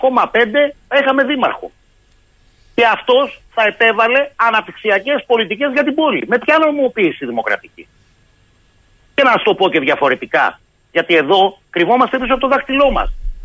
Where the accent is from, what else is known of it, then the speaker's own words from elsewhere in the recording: Central Greece, Greece; also born or lived in Dafni; πριν πάω στην ιδιαίτερη πατρίδα μου την Εύβοια.